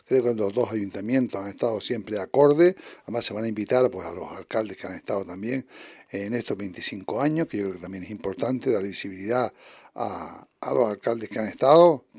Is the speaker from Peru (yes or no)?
no; Canary Islands, Spain; Bueno, al ser canario